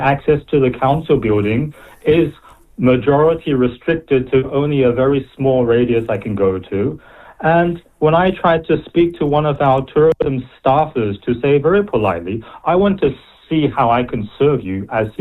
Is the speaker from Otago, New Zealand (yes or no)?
yes; Dunedin, Otago, New Zealand; moved away; After a lifetime away from my hometown and birthplace, Dunedin.